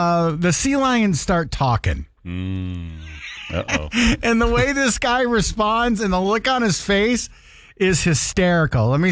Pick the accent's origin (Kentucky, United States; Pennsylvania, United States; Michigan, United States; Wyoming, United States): Kentucky, United States; I found this video of a reporter in my home state of Kentucky.